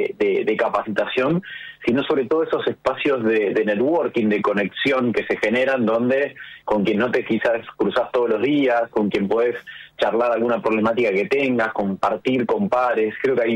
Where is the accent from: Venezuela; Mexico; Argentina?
Argentina